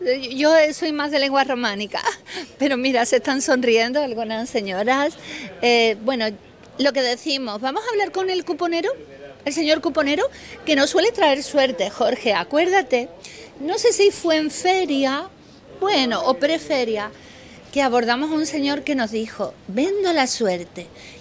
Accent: Seville, Andalusia, Spain; born there; also born or lived in Cádiz; yo nací en Sevilla, soy sevillana

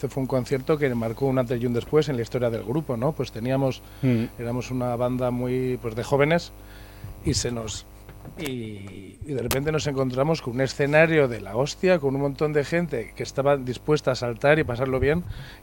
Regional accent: Burgos, Castile and León, Spain

